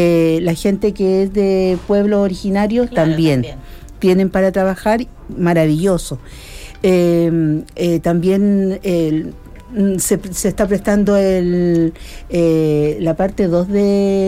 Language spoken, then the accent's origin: Spanish; Coihueco, Ñuble, Chile; como yo soy de Coihueco